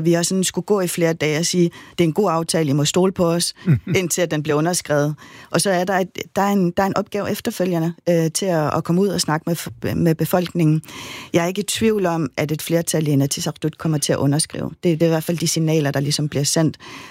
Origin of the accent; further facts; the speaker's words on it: Greenland; Fordi jeg var bare vokset op i hele min barndom og hele min ungdom i Grønland med, at Danmark kan vi ikke lide-agtigt.